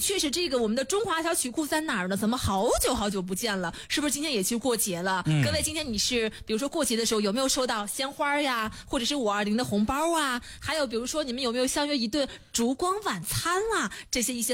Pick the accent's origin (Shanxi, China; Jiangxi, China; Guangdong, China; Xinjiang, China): Shanxi, China; Linfen; 我们家乡临汾